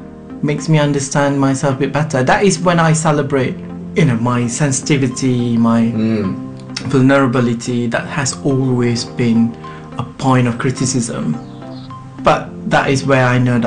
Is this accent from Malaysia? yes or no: yes; Malaysia; now in London, United Kingdom; I don't have to choose between being British or being a Malaysian.